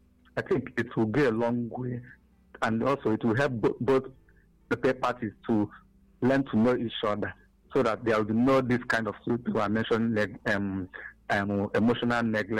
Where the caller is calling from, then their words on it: Onitsha, Anambra, Nigeria; I'm calling from Onitsha.